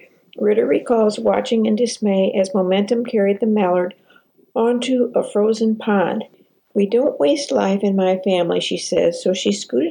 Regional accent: Montana, United States; My dad invited me hunting when I was growing up in Montana, but it wasn't something the girls I knew did.

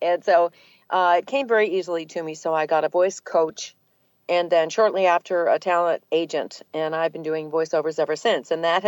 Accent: New England, United States; accent: New England; now in Atlanta, United States; So it was very fortunate that I lost my New England accent.

